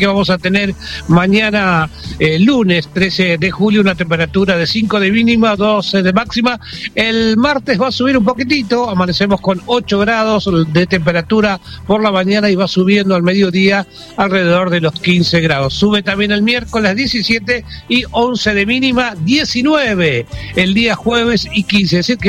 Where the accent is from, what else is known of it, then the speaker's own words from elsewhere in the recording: Bolívar, Buenos Aires Province, Argentina; cuando uno es de una ciudad como Saladillo, yo soy de Bolívar, siempre nos gusta mucho poder mostrar todo lo que tenemos